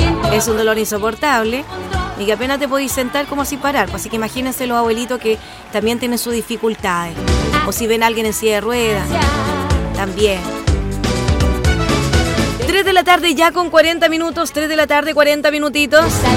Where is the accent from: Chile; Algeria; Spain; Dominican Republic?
Chile